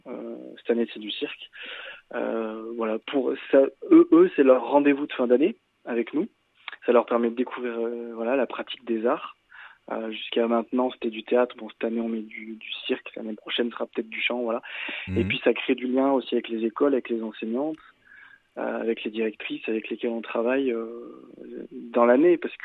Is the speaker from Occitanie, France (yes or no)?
no; Solignac-sur-Loire, Auvergne-Rhône-Alpes, France; Moi, je suis de là-bas, je suis de Solignac-sur-Loire.